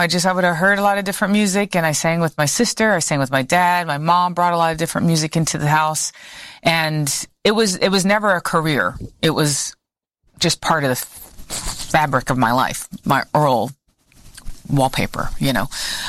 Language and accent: English; North Carolina, United States; I'm from North Carolina. I was born and raised there.